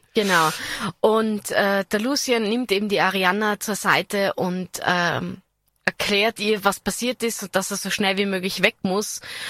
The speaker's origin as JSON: {"language": "German", "country": "Austria", "said": "batschert, wie man bei uns in Österreich sagt"}